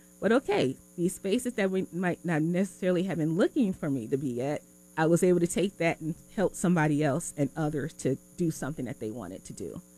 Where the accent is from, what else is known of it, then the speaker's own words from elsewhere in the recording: Tacoma, Washington, United States; hey, we're from Tacoma, you know, we're from Lake, you know